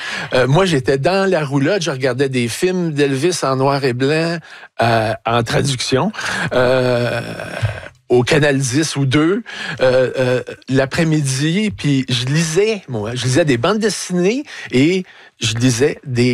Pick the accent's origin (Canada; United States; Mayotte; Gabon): Canada; Montreal, Quebec; Je venais du sous-sol de Montréal-Nord où, dès l'enfance, j'achetais des 45 tours au coin de la rue.